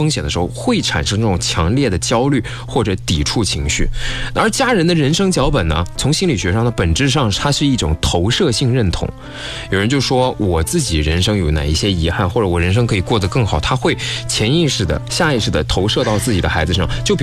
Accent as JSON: {"language": "Chinese", "region": "Guangdong", "country": "China", "moved": "yes", "lives_now": "Jiangsu, China", "said": "虽然我们广东那边跟江苏这边的升学压力没法比，但是也不小"}